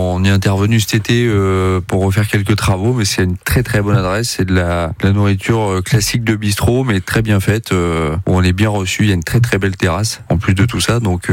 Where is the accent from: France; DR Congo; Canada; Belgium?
France; Aurillac, Auvergne-Rhône-Alpes; born there; moved away; c'est mes origines qui sont auvergnates. Moi, je suis né dans le Cantal à Aurillac.